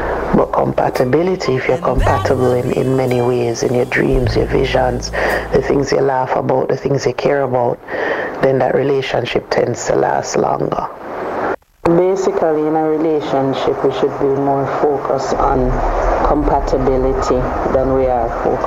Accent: Jamaica; We're from Jamaica.

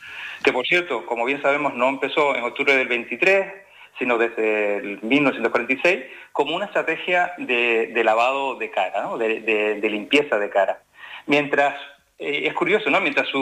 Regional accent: Canary Islands, Spain; Yo, como canario, abierto al mundo

